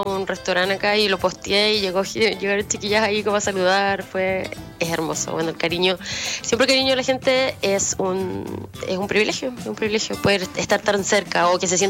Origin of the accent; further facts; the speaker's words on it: Calbuco, Los Lagos, Chile; Yo soy sureña, soy de Calbuco, sí.